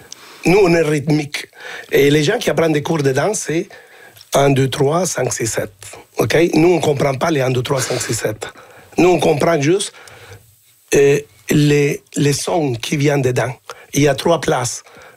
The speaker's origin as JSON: {"language": "French", "town": "Sherbrooke", "region": "Quebec", "country": "Canada", "said": "J'ai dansé même, moi je viens de la ville de Sherbrooke, et j'ai dansé avec des bottes d'hiver."}